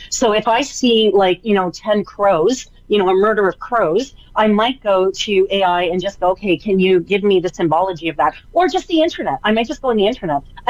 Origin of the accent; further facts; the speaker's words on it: Canada; I'm Canadian